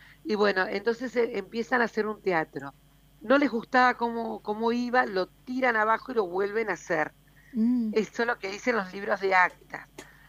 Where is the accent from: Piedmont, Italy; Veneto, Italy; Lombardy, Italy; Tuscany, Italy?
Piedmont, Italy; now in Argentina; Vinimos de Piemonte, somos de Piemonte, somos piemonteses de provincia de Cuneo.